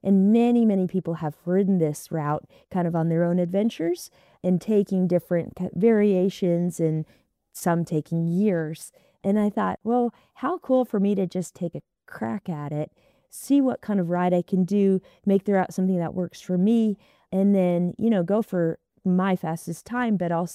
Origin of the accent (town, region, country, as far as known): Alaska, United States